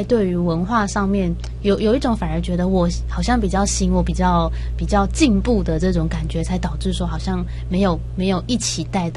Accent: Taiwan

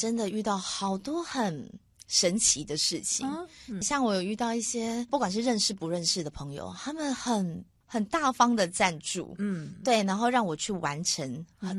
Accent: Chiayi, Taiwan; born there; also born or lived in Taichung; 因为我老家在嘉义，从南部要回到台中，

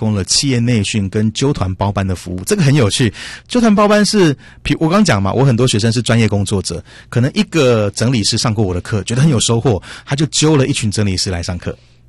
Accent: Taiwan; 像我是做行销的，在台湾的英文我们说 marketing， 对不对？

